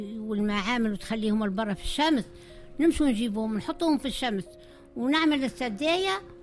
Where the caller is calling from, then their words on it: Tunis, Tunis Governorate, Tunisia; نسكن في بار تونس